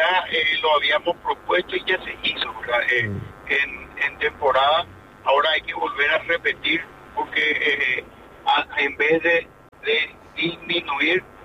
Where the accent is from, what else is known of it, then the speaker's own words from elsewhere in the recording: Paraguay; lo que somos los paraguayos.